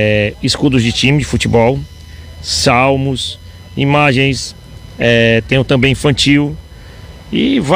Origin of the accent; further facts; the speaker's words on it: Santa Quitéria, Ceará, Brazil; eu venho da cidade de Santa Quitéria, no Ceará, e sou conhecido como … pelo Nordeste.